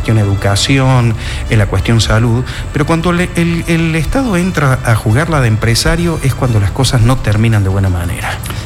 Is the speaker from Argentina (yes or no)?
yes; Córdoba, Argentina; now in Chaco, Argentina; Yo soy nacido en Córdoba, pero a esta altura, siempre lo digo, tengo más de Chaco que de mi patria chica.